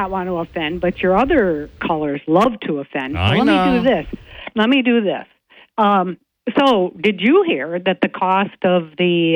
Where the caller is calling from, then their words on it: United States; from Southside.